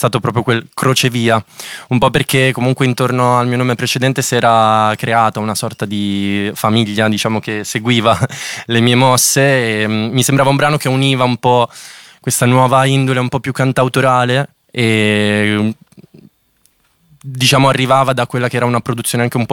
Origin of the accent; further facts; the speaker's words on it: Rimini, Emilia-Romagna, Italy; io sono cresciuto in campagna, a Rimini, nella campagna riminese, e cioè circondato, diciamo, dalla campagna, non l'ho mai vissuta proprio, i miei facevano altro.